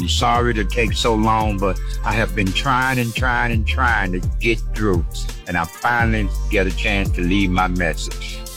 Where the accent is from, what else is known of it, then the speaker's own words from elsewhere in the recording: Arkansas, United States; now in Kansas City, United States; I'm originally from Arkansas, but I live in Kansas City, Missouri.